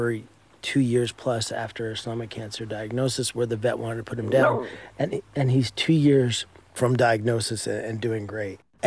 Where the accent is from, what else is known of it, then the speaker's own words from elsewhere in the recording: New Jersey, United States; moved away; I'm from Jersey.